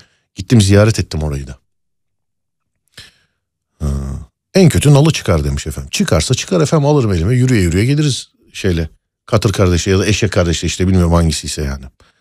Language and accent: Turkish; Ulus, Bartın Province, Turkey; Benim köyüm Bartın Ulus Köyü'dür